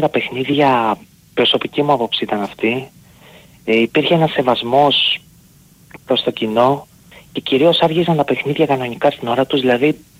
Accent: Mytilene, North Aegean, Greece; Λοιπόν, εγώ ΑΕΚτζής είμαι, φίλος ΑΕΚ … από Μυτιλίνη.

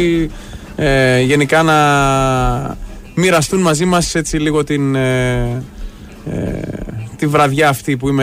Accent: Thessaloniki, Central Macedonia, Greece; also born or lived in Paris, France; Ήρθα 5 χρονών με τους γονείς μου από Γαλλία, Ελλάδα και από τότε δεν έφυγα από τη Θεσσαλονίκη καθόλου.

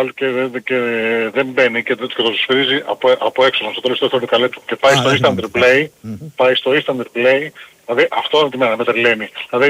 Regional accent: Greece; σαν Έλληνες.

